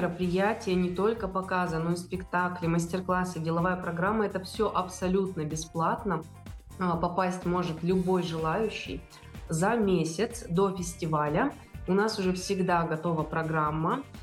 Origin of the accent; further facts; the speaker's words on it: Chelyabinsk, Chelyabinsk Oblast, Russia; это наш любимый родной город, мы здесь живем. И это было бы странным, если мы бы из Челябинска поехали в Москву делать там этот фестиваль.